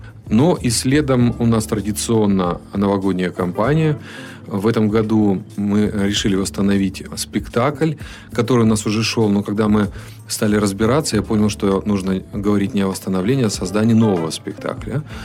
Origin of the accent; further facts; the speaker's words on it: Chelyabinsk, Chelyabinsk Oblast, Russia; которую я очень-очень люблю и которой я горжусь, как любой челябинец.